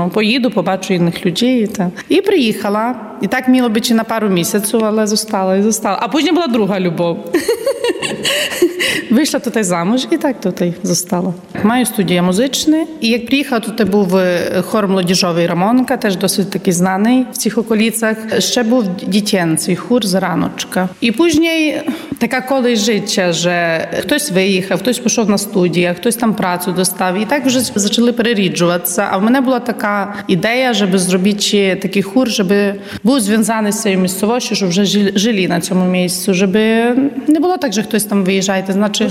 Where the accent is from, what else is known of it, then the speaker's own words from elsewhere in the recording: Rivne, Rivne Oblast, Ukraine; moved away as an adult; now in Poland; Я сама походжу родом з України, з міста Рувне. Ну і вже тут зараз осінню буде 18 літ, як живу в Лощинці.